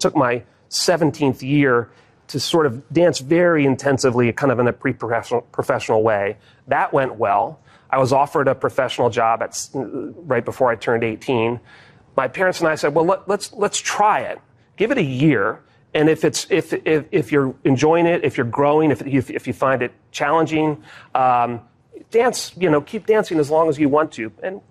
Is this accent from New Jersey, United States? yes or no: yes; New Jersey, United States; also born or lived in Philadelphia; I was born in Philadelphia. never actually lived in Philadelphia, but it was the nearest hospital to southern New Jersey, where I partly grew up.